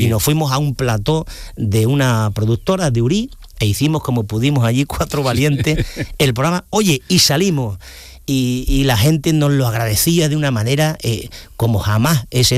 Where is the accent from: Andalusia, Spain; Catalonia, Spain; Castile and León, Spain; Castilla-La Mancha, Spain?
Andalusia, Spain; Ubrique; me he emocionado por partes con todo lo que ha ocurrido en mi pueblo, en Ubrique y en Grazalema